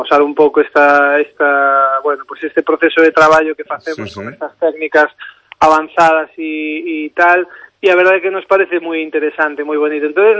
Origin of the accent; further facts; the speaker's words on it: Santiago de Compostela, Galicia, Spain; now in Ames, Spain; Eu, bueno, son de Santiago, pero vivo en Ames, os meus fillos criáronse en Ames